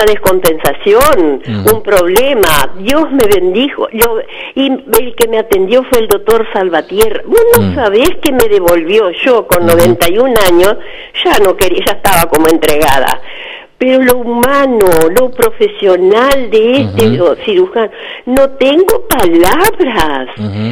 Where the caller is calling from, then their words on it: Tomás Gomensoro, Artigas, Uruguay; soy de Bovenzoro, sabés que la Justina Rodríguez fue mi nana.